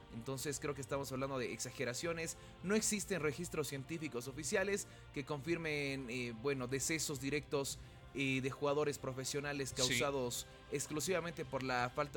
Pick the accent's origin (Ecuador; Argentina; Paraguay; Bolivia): Bolivia